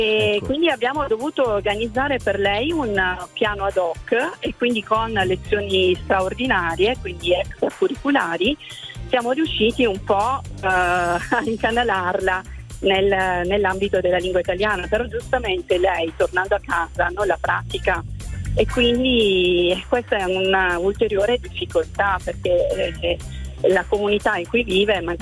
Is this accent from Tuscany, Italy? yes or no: no; Apulia, Italy; now in Treviso, Italy; sono originaria della Puglia